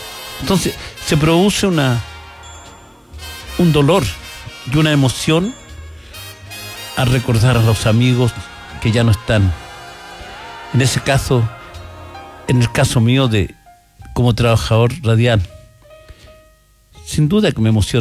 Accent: Curicó, Maule, Chile; born there; los que nacimos en Curicó tenemos emociones encontradas, de cariño, de aprecio por esta tierra de aguas negras, por esta tierra que nos vio nacer.

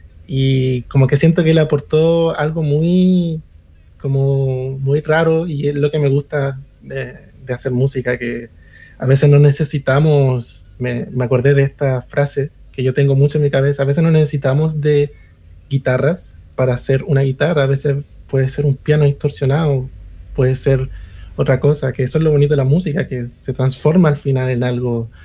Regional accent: Tocopilla, Antofagasta, Chile; accent: northern Chilean (nortino); moved away as an adult; now in Santiago, Chile; en Santiago, yo fui nací y fui criado entre Antofa y Tocopilla, de hecho, que pasé gran parte de mi infancia en Tocopilla, y ya acá en Santiago llevo 2023, 24, 25, 26, casi 4 añitos acá

